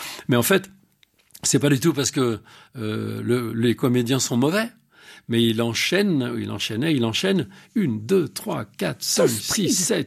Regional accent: Montmirail, Grand Est, France; also born or lived in Romilly-sur-Seine, Aube; Moi, je viens de Montmirail, dans la Marne. Je suis né à Romilly-sur-Seine, dans l'Aube. Après, quand j'ai eu 6-7 ans, on est parti à Montmirail, dans la Marne. Un petit village et tout.

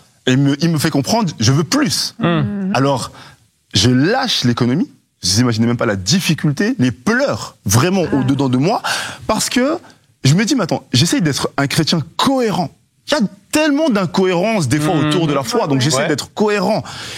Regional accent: Switzerland; Je suis suisse, c'est ma montre.

